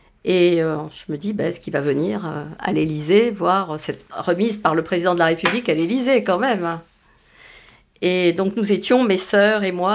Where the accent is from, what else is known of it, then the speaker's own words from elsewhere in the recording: Morocco; born there; Je lui dis, parce que je suis née au Maroc.